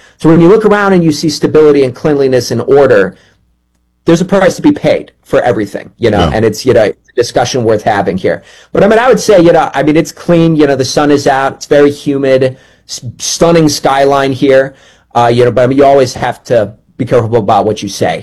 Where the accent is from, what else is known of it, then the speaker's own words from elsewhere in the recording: Cleveland, Ohio, United States; now in Qatar; I feel way more safe here in Qatar than I do in my hometown of Cleveland, Ohio.